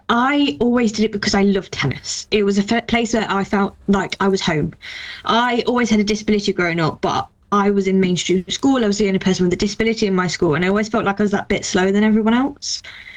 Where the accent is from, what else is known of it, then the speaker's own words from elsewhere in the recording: Nottingham, East Midlands, United Kingdom; I'm from Nottingham, born and bred